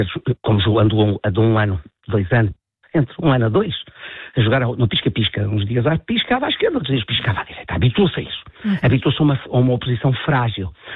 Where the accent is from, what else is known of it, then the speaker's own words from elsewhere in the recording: Portugal; E eu, como português, digo, a quem é que eu apelo?